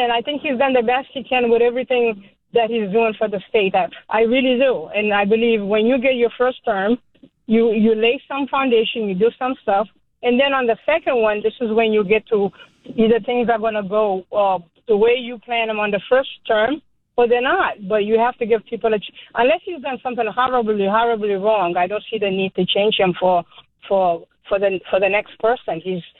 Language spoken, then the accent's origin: English; Cape Verde; I'm Cape Verdean.